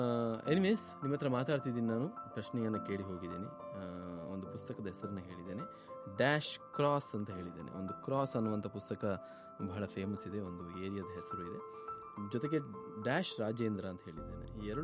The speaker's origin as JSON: {"language": "Kannada", "town": "Mangaluru", "region": "Karnataka", "country": "India", "said": "ಮಂಗಳೂರು ನಮ್ಮ ಊರು ಅಂತ ಹೇಳಿದರೆ ಬೇರೆ ಬೇರೆ ಕಾರಣದಿಂದಾಗಿ ಇಷ್ಟ ಆಗುತ್ತೆ."}